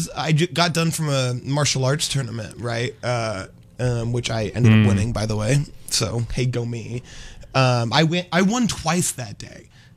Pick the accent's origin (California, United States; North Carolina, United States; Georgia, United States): California, United States; Modesto; born or raised there